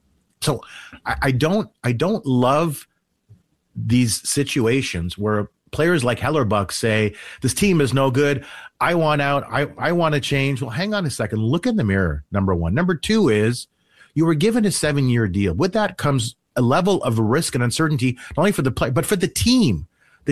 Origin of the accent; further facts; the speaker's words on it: Canada; because I'm Canadian and I watch a lot of hockey